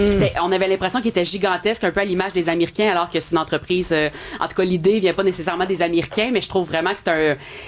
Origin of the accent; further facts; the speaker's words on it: Sorel-Tracy, Quebec, Canada; moved away; quand j'étais jeune, moi, je viens de Sorel, puis il y en avait un à Sorel.